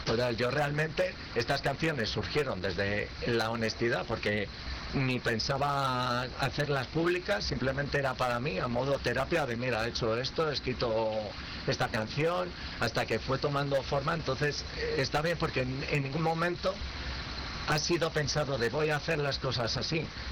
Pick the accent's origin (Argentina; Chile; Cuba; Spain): Spain; San Lorenzo de El Escorial, Community of Madrid; moved away as an adult; now in Cuéllar, Spain; yo vengo de San Lorenzo del Escorial, un poco de Madrid capital